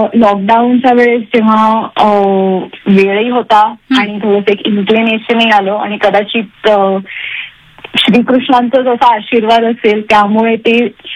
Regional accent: Maharashtra, India; first language Marathi; मग मला लक्षात आलं की नाही मी महाराष्ट्रीयन आहे आणि मराठी ही माझी मातृभाषा आहे त्यामुळे मी मराठीतही व्हिडिओज केले.

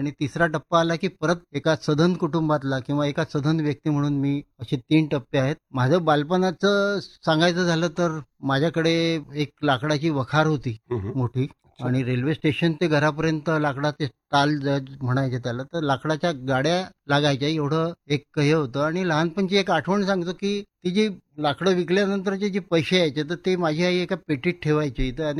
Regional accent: Amravati, Maharashtra, India; मी मूळ अमरावतीचा शहरीच माणूस, विलासनगर या ठिकाणी माझं राहणं होतं अमरावतीला आणि अमरावतीतच माझा जन्म झाला।

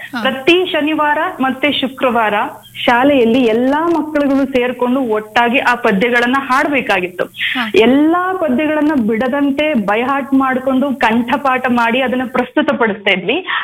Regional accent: Karnataka, India; ನಾನು ಕನಕಪುರ ತಾಲೂಕಿನ ಹೊಸದುರ್ಗ ಅನ್ನುವಂತಹ ಹಳ್ಳಿಯವಳು.

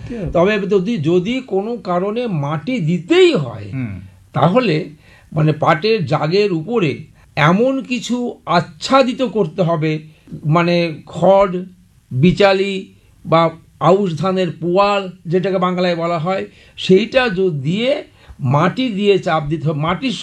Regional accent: Karimpur, West Bengal, India; আমি নদিয়ার করিমপুর থেকে আসছি।

